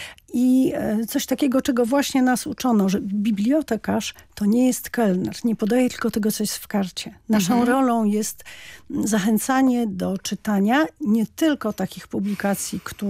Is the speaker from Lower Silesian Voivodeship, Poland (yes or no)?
yes; Wrocław, Lower Silesian Voivodeship, Poland; moved away; jestem rodowitą wrocławianką.